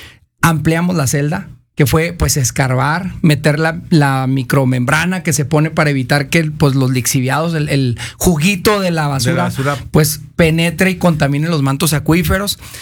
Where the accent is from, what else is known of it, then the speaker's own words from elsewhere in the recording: Chihuahua, Mexico; como somos los chihuahuenses